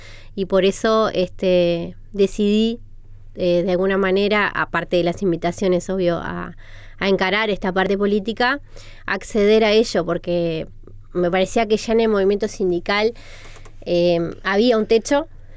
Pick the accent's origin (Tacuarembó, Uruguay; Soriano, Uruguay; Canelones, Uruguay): Canelones, Uruguay; Las Piedras; yo soy de Las Piedras, entonces también nos conocemos todos. Es más, si bien estamos cerquita de Montevideo, conservamos todavía mucho la idiosincrasia, sí, de local.